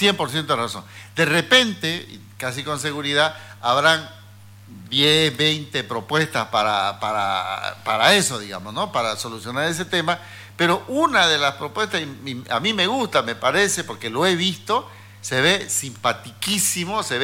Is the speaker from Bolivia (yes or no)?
yes; Santa Cruz de la Sierra, Santa Cruz, Bolivia; born there; Yo soy cruceño, camba, cruceño soy yo. Pues tengo de todo. Yo nací aquí. Nací a una cuadra y media de la Plaza 24 de Septiembre.